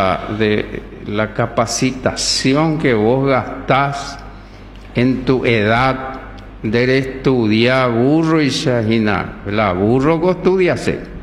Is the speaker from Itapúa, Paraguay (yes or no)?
no; Horqueta, Concepción, Paraguay; Yo soy paraguayo 100%, pero 1000% orqueteño y vengo como orqueteño